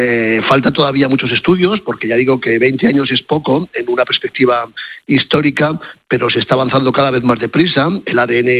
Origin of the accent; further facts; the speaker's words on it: Spain